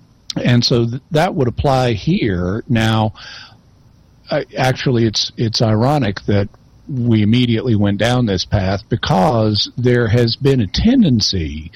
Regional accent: Arkansas, United States; I'm from Arkansas

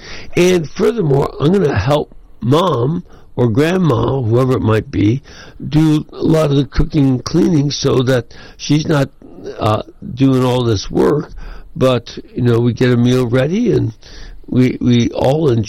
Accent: Chicago, Illinois, United States; When I grew up in Chicago, the stores were all closed on Sunday.

